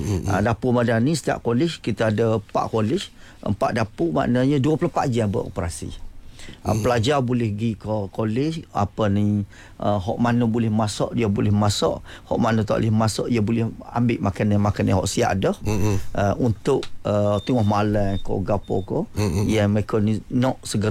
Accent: Pasir Puteh, Kelantan, Malaysia; Jadi saya sebagai anak Kelantan lahir di Pasir Putih

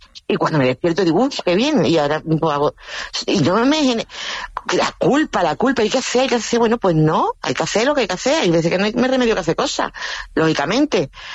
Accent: Seville, Andalusia, Spain; como mis padres, ¿no? Que somos, éramos de Sevilla.

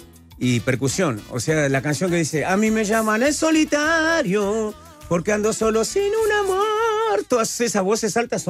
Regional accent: Chile; Chileno, voy a cantar con … que soy chileno

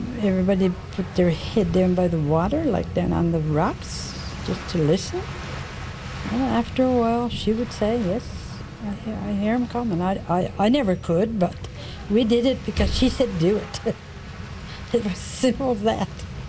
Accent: Paradise River, Newfoundland and Labrador, Canada; also born or lived in Kirkwood; I was born in Kirkwood, raised in Paradise River. It's a beautiful place. We stayed in Paradise River. That was our winter home.

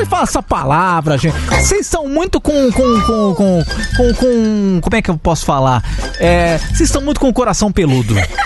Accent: Sorocaba, São Paulo, Brazil; Peraí agora. Cara, eu sou de Sorocaba, não vem com essa.

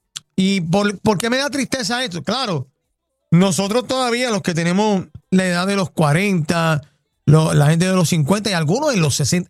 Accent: Puerto Rico

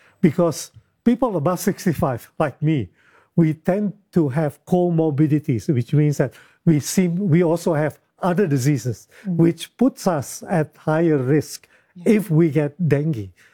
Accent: Indonesia; I come from Indonesia, and I know there's about 25 flights a day to Jakarta.

